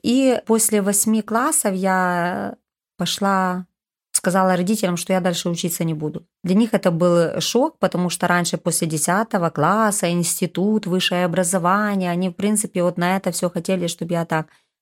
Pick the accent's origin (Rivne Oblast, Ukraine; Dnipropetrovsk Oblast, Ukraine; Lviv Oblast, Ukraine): Rivne Oblast, Ukraine; Rivne; я из Ровно. Мне 50 лет скоро будет.